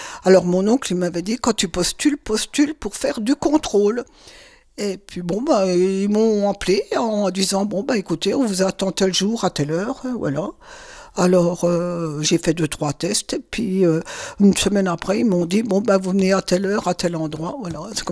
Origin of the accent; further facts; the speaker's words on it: Audincourt, Bourgogne-Franche-Comté, France; also born or lived in Valentigney; Alors moi, je suis née à Valentigny, à côté d'Audincourt. On habitait avec mes frères et mes parents au centre-ville d'Audincourt.